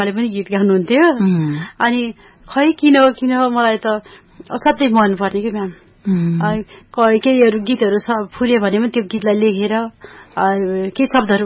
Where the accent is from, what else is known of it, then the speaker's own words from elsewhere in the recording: Rolpa, Lumbini Province, Nepal; born there; मेरो जन्म रोल्पा पासाङमा भएको थियो।